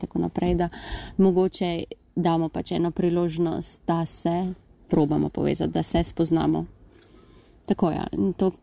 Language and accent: Slovenian; Ljubljana, Central Slovenia, Slovenia; moved away as an adult; now in Graz, Austria; in prihajam iz Ljubljane. V Grad sem prvič prišla na Erasmus študij, prevajalstvo.